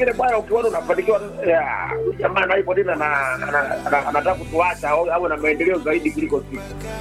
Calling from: Tanzania; Toka Nyabula

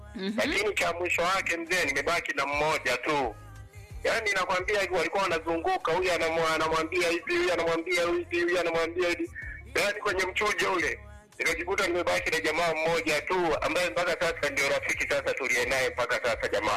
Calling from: Busega District, Simiyu, Tanzania; napiga simu hii kutoka pande za Nasa Nyanganga barabara ya sokoni wilaya Buseka kata ya Nyashimo

